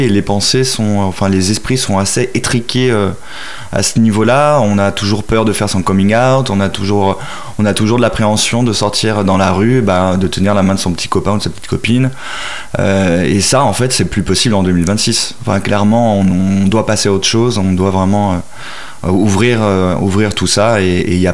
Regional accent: Bourgoin-Jallieu, Auvergne-Rhône-Alpes, France; Et moi je suis né ici à Bourgoin et j'ai fait une partie de ma scolarité ici, donc au collège et au lycée

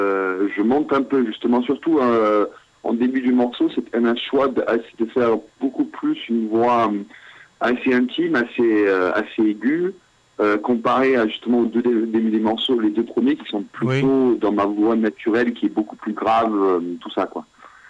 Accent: Glasgow, Scotland, United Kingdom; je suis de Glasgow

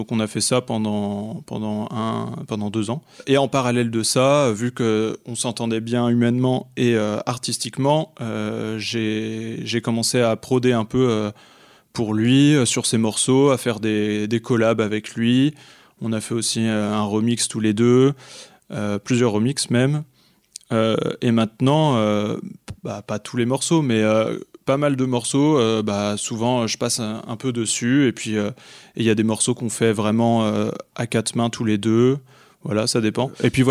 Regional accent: Reims, Grand Est, France; moved away as an adult; now in Paris, France; je viens de Reims

